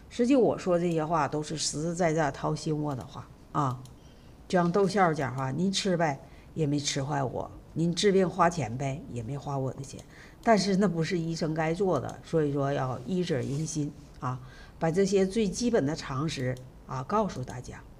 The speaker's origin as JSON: {"language": "Chinese", "region": "Northeast China", "country": "China", "said": "我们东北人口重啊"}